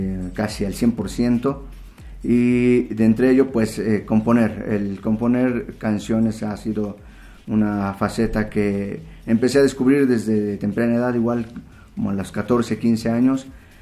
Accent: Totolac, Tlaxcala, Mexico; yo soy originario de Totolac, okay. Tlaxcala, uh-huh. El municipio de Totolac.

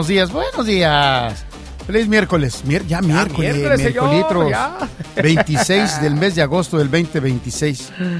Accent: Guanajuato, Mexico; born there; moved away

